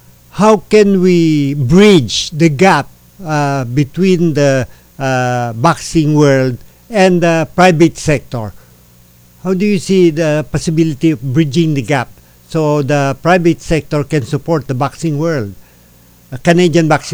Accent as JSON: {"language": "English", "country": "Philippines", "said": "I'm a Filipino."}